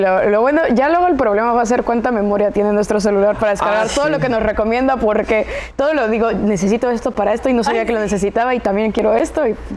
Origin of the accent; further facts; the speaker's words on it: Mexico; sobre todo por la edad como mexicano